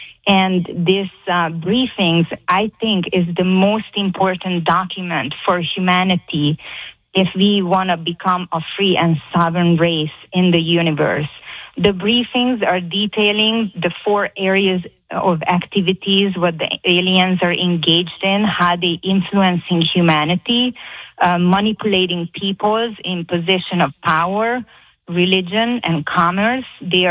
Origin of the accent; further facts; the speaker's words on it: Hungary; moved away as an adult; Okay, so this came to me because I was born and raised in Hungary. And when I came on a vacation here in 1999, I went to the beach with my girlfriend to celebrate my birthday.